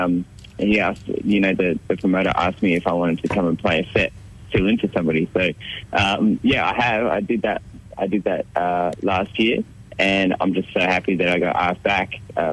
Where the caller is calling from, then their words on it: Perth, Western Australia, Australia; I'm actually in Perth right now.